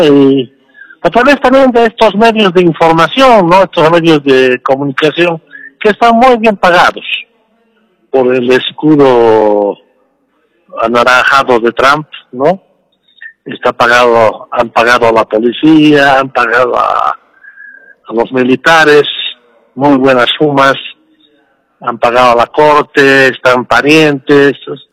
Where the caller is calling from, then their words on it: El Alto, La Paz, Bolivia; Te hablo aquí del Alto, de Sencata.